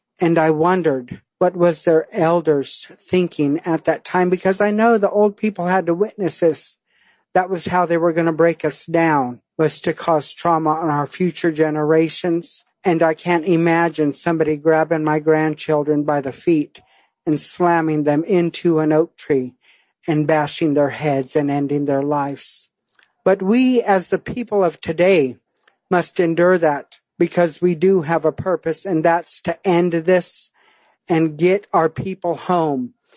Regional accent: California, United States; together as California Native people

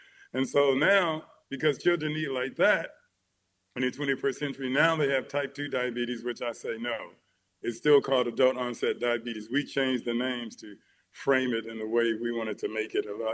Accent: Los Angeles, California, United States; I'm number 10 of 12 kids. I grew up in Watts, South Central, whatever you want to call it. But anyway, we were welfare recipients.

